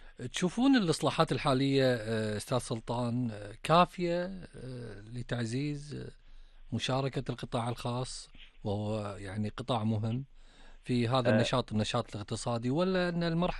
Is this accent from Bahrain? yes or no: no; Kuwait; عندنا في الكويت